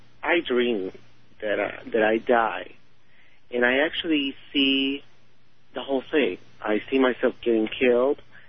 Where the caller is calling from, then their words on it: Phoenix, Arizona, United States; I'm calling from Phoenix, Arizona.